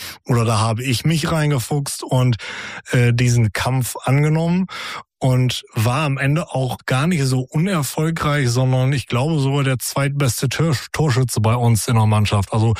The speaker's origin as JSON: {"language": "German", "town": "Hagen am Teutoburger Wald", "region": "Lower Saxony", "country": "Germany", "tie": "born or raised there", "said": "aufgewachsen bin ich in Hagen am Teutoburger Wald"}